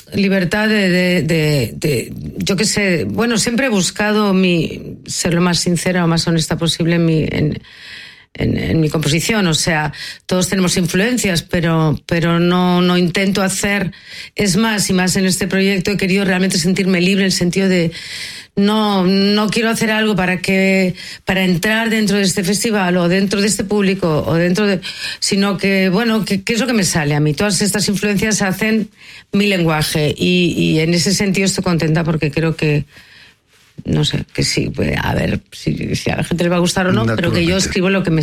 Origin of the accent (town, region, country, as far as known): Catalonia, Spain